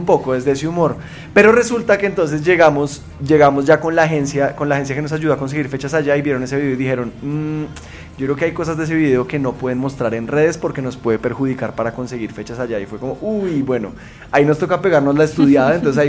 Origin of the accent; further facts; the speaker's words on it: Colombia; soy muy despistado y dejo todo para el final, así como buen colombiano.